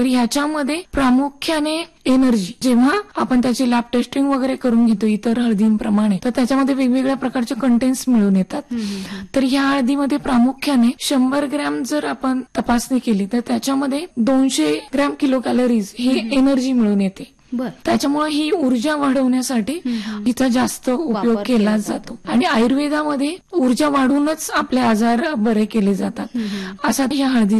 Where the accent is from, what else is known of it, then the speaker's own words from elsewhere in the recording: Kalambe, Maharashtra, India; moved away as an adult; also born or lived in Pune / Manchar; now in Golegaon, Junnar taluka, India; माझं मूळ गाव आंबेगाव तालुक्यातील कळंबे आहे.